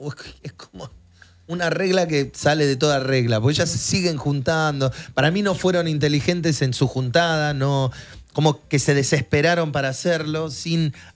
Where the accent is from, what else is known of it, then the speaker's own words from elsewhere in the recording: Argentina; Siendo argentino y en la Argentina hago todos los shows que salgan.